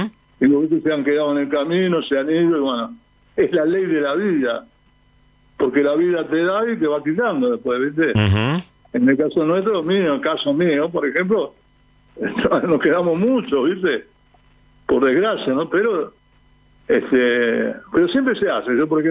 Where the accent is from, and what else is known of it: Buenos Aires, Argentina